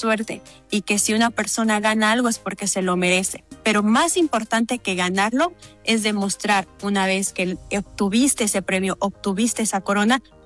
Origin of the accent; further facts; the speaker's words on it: Bolivia; creo que esos somos los bolivianos